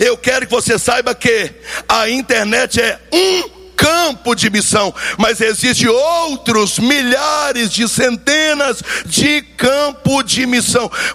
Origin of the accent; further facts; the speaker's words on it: Minas Gerais, Brazil; eu sou de Minas